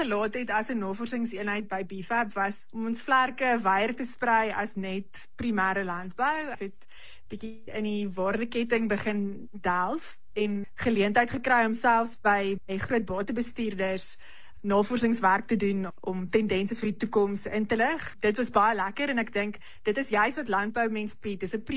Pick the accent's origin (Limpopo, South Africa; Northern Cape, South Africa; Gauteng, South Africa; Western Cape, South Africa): Gauteng, South Africa; Pretoria; ek is 'n stadsmeisie. Ek het in Pretoria Oos groot geword. Ek was in Menlo Park Hoërskool gewees